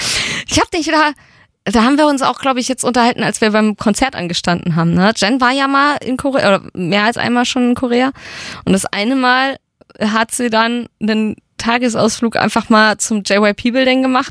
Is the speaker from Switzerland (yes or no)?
no; Gelnhausen, Hesse, Germany; born or raised there